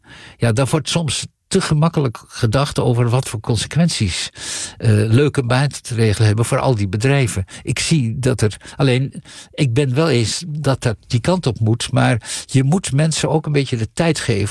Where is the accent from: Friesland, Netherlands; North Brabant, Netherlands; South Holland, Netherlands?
Friesland, Netherlands; Leeuwarden; moved away as an adult; now in Amsterdam, Netherlands; Want ik groeide op in Leeuwarden. En Friesland is echt, het is me na aan het hart gebakken, maar de wereld is soms ook wel heel klein. Dus ik op mijn 18e wilde ik niks anders dan als een speer naar Amsterdam.